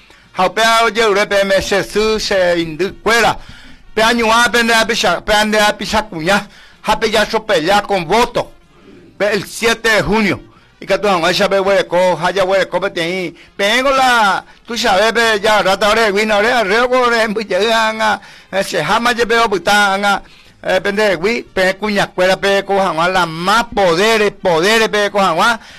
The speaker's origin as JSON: {"language": "Spanish", "country": "Paraguay", "said": "soy cristiano, soy humano, soy paraguayo"}